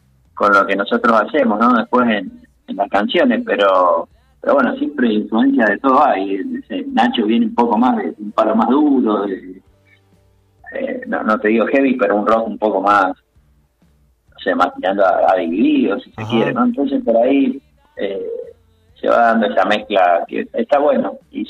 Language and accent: Spanish; San Martín, Mendoza, Argentina; Soy de San Martín. En realidad, tres de nosotros de la banda somos acá del este.